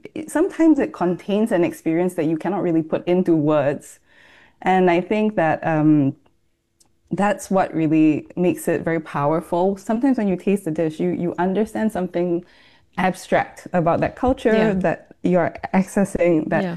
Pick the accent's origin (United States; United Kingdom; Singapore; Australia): Singapore; I think especially growing up in Singapore, when we talk about a big Chinese meal, like a banquet, you see meat.